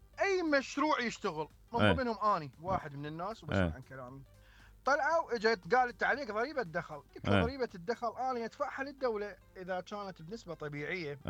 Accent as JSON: {"language": "Arabic", "country": "Iraq", "said": "احنا بالعراق"}